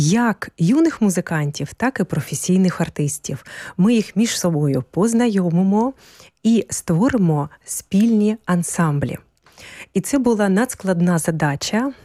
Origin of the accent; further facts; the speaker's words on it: Debaltseve, Donetsk Oblast, Ukraine; moved away as an adult; now in Kharkiv, Ukraine; Я народилася в Дебальцевому.